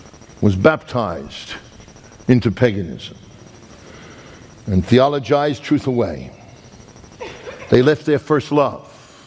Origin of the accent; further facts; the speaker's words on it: New York, United States; I have to pray two prayers for the New York Giants. I'm a New Yorker.